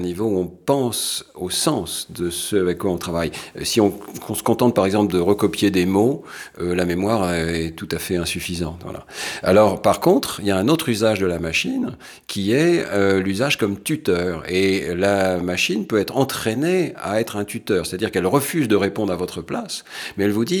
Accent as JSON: {"language": "French", "town": "Roubaix", "region": "Hauts-de-France", "country": "France", "tie": "born or raised there", "said": "On a parlé au tout départ de mon enfance à Roubaix."}